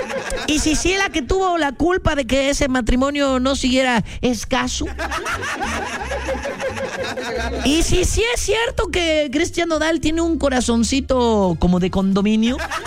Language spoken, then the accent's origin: Spanish; Córdoba, Veracruz, Mexico; also born or lived in Ciudad Mendoza area, Veracruz; Nómada. He andado en todas partes. Pero no, yo soy de cordobaches, de cordobalas, orgullosamente cordobés